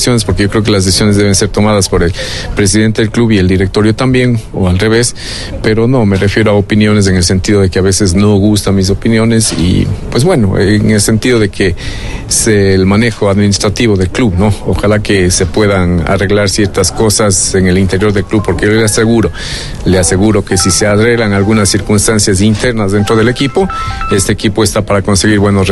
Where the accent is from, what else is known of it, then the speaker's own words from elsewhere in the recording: Ecuador; como ecuatoriano que soy